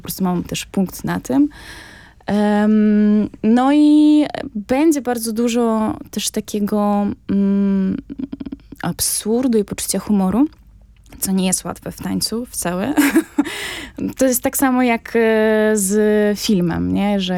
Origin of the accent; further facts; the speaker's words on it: Ukraine; moved away; jestem z Ukrainy